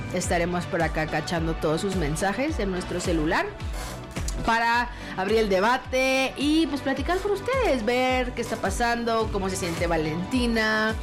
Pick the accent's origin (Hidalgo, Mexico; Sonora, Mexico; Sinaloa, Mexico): Sonora, Mexico; Hermosillo; yo soy de Hermosillo y en Hermosillo siempre hay sol